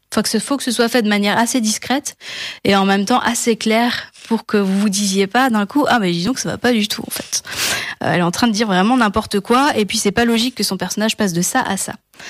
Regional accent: Grand Est, France; Je suis alsacienne, j'adore ma région, et j'avais envie un petit peu d'insister, de dire venez, on embarque en Alsace

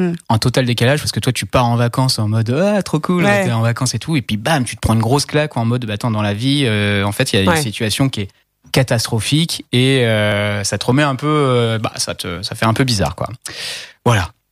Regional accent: Mont-Saint-Michel, Normandy, France; Moi, je suis originaire de Normandie, du Mont-Saint-Michel

